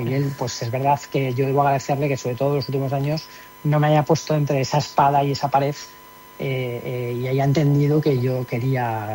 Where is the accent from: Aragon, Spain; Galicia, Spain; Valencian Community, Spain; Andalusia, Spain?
Aragon, Spain; Zaragoza; Zaragoza no deja de ser mi pueblo.